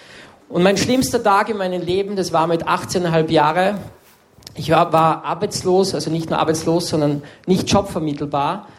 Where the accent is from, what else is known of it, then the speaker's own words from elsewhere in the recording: Salzburg, Austria; Und dann bin ich am Mönsberg gegangen, bei uns in Salzburg, wo die ganzen Touris oben stehen und Fotos machen.